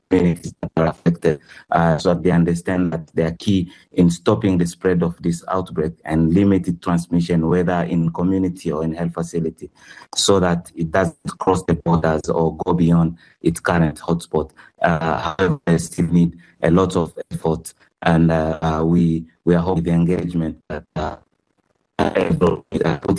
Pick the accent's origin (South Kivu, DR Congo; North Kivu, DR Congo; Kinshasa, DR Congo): North Kivu, DR Congo; Goma; English is a second language; I grew up in Goma and experienced at my early age one of the worst cholera outbreak in the region.